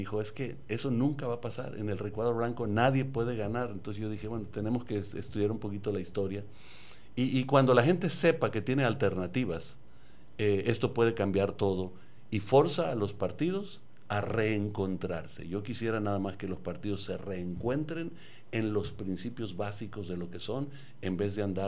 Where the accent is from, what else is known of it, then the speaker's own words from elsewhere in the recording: Mexico; born there; nazco como mexicano